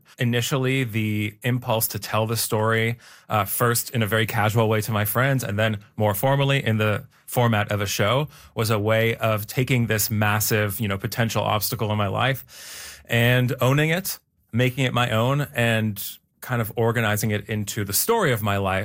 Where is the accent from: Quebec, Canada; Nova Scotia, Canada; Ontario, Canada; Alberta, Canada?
Ontario, Canada; Toronto; also born or lived in Bridgeport, Connecticut, United States; I was born in Bridgeport, Connecticut, which was near New York City, where most of the you know, the half-siblings, the Diblings, the donor siblings originated. But one of them, amazingly, was born in Toronto, where I then grew up.